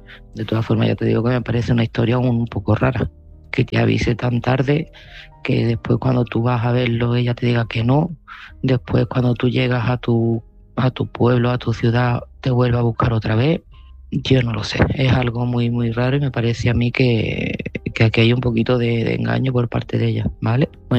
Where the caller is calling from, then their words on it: Seville, Andalusia, Spain; de Sevilla y este mensaje va para Pedro.